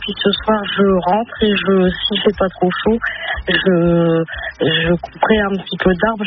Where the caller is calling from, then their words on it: Hauts-de-France, France; De, à côté de Douai.